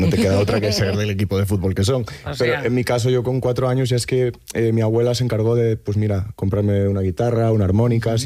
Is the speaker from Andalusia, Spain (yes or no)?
no; Galicia, Spain; Pues sí, yo hasta entonces andaba más por fuera de Galicia. Me costaba ser profeta en mi tierra, la verdad.